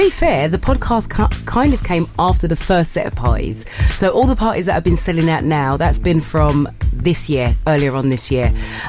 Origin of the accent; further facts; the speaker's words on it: London, United Kingdom; born there; accent: Cockney; Dominican, St. Lucian. But hello, I am also Cockney because I was born where I was born in East London.